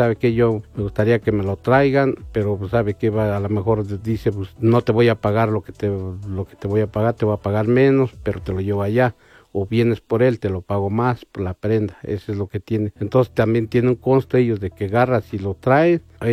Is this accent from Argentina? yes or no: no; Chicabasco, Hidalgo, Mexico; Vuelvo a repetir, vengo de la comunidad de Chicabasco. Saludos a la comunidad de Chicabasco y tanto como a la comunidad, o sea, de la ciudad de Actopan y todo.